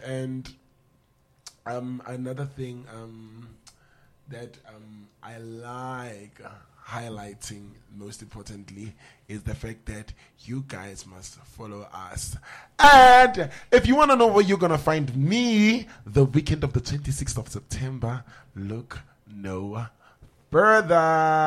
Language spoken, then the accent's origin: English; South Africa; I'm ashamed to be a South African man.